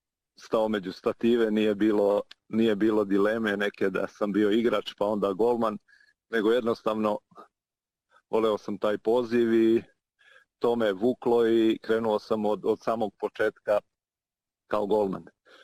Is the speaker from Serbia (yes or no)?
no; Berane, Berane Municipality, Montenegro; born there; Tako je, rođen sam u Ivangradu, sadašnjim Beranama.